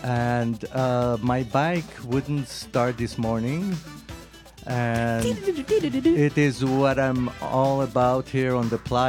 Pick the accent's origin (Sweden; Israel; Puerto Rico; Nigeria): Israel; accent: Israeli; also born or lived in Santa Cruz; now in San Jose, United States; Actually, my accent is from Israel.